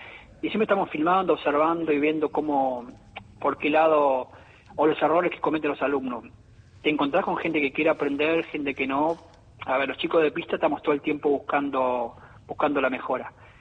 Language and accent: Spanish; Entre Ríos, Argentina; 9 de julio Villaguay, que está cerca de mi pueblo.